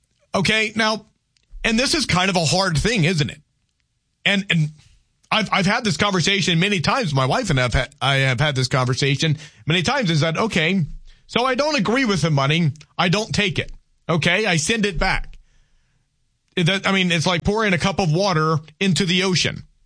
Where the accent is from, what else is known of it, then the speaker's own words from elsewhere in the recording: Louisiana, United States; I am a Cajun, okay? I mean, the heat here doesn't really compare.